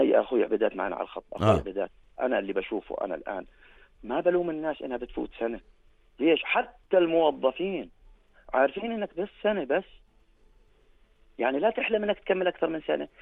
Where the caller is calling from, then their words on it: Karak Governorate, Jordan; وهنا عندنا بالكرك